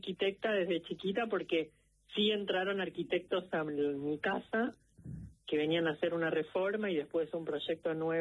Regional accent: Argentina; Soy argentina.

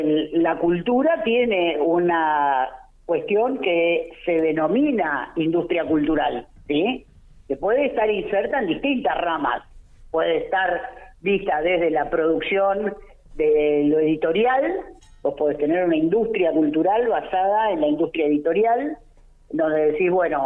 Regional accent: Santa Cruz, Argentina

